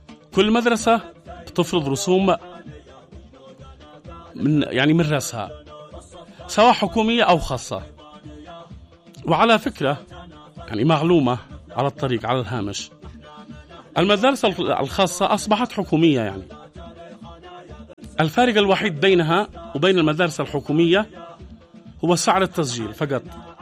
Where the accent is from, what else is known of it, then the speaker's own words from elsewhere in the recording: Yemen; عندنا في اليمن